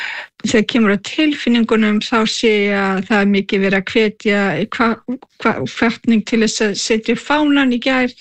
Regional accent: South Greenland, Greenland; sem ég kem frá Suður-Grænlandi

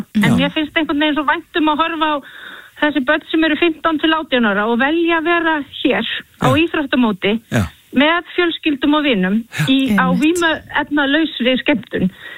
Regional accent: Kópavogur, Capital Region, Iceland; Ég nú bara aln upp í íþróttarhreyfingunni í Kópavogi í fimleikahreyfingunni hjá Gesplu

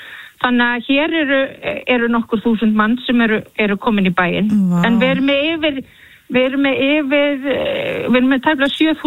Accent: Kópavogur, Capital Region, Iceland; Ég er nú bara aln upp í íþróttarhreyfingunni í Kópavogi í fimleikahreyfingunni hjá Gesplu

